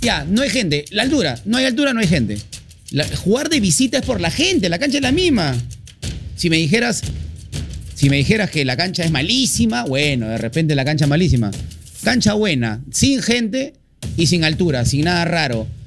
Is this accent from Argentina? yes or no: no; Peru; No hay favorito porque somos peruanos.